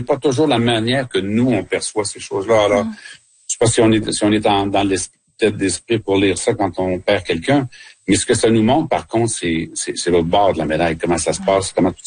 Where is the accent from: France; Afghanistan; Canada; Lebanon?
Canada; Quebec; c'est pas le système qu'on a chez nous au Québec, ça c'est clair.